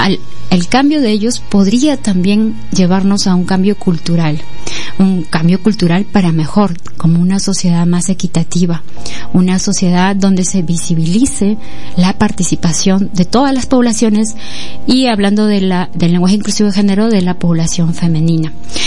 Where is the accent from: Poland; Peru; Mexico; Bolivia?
Peru